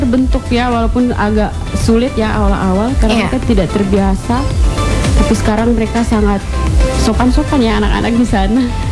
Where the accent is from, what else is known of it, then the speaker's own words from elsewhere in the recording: Ende, East Nusa Tenggara, Indonesia; Terus saya sempat berpikir, oh ya Ende juga kota Pancasila, saya dari kota Pancasila, jadi harus berani nih, harus bisa nih, bisa menunjukkan hal-hal positif, hal-hal baik, apalagi di tempat orang.